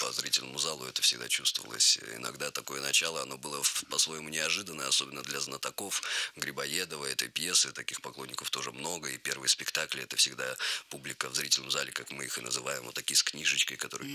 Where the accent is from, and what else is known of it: Kolyvanskoye, Altai Krai, Russia; born or raised there; also born or lived in Prutskoye